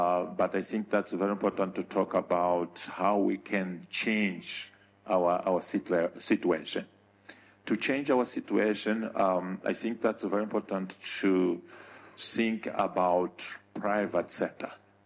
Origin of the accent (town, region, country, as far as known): Mozambique